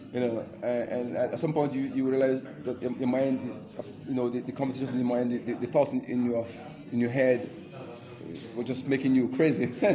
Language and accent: English; Nigeria; born there; English is a second language; moved away as an adult; I was born in Nigeria. Igbo, born, been living here now since 1994, quite a long time.